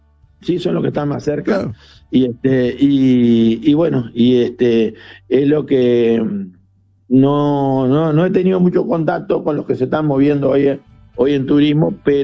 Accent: Colonia del Sacramento, Colonia, Uruguay

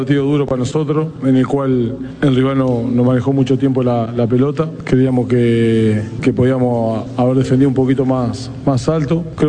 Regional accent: Uruguay; somos uruguayos

